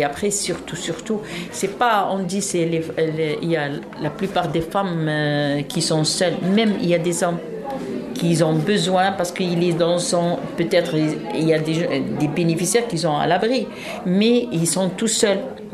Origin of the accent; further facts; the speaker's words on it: Algeria; Oui, oui, oui. Moi, je suis algérienne.